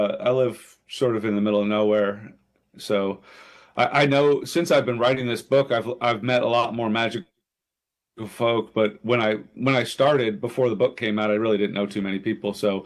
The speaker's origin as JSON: {"language": "English", "region": "Pennsylvania", "country": "United States", "said": "No, I'm originally from Pennsylvania."}